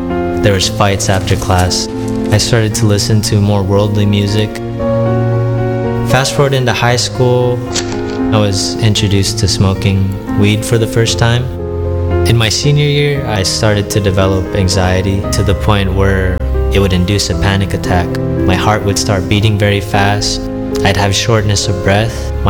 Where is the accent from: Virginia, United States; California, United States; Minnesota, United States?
California, United States; Palm Springs; also born or lived in Maryland; I was born in Maryland, but then I moved to Palm Springs when I was about 1 year old.